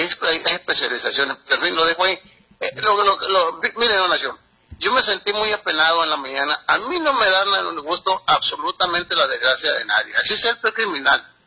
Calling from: Mexico; Qué pena para nosotros como mexicanos

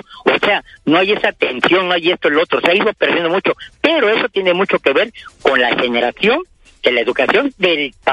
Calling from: Boca del Río, Veracruz, Mexico; Con el señor … tengo 63 años, vivo en Boca del Río.

